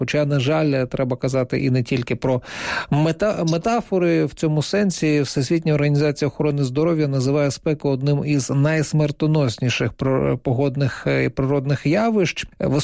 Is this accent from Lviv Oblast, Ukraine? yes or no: no; Donetsk Oblast, Ukraine; За себе скажу, я, наприклад, виріс на Донеччині, там 40 влітку – це така нормальна температура